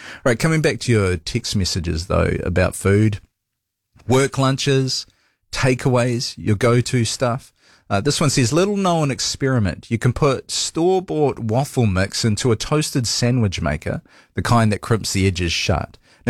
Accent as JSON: {"language": "English", "country": "New Zealand", "said": "Look, I feel dirty as a New Zealander saying it, Robert, having a go at fish and chips, because you're right. It's a staple in our country"}